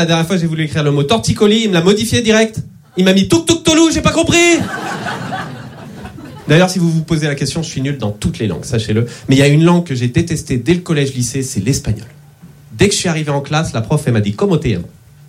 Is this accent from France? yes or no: yes; Nantes, Pays de la Loire, France; je suis nantais et dyslexique.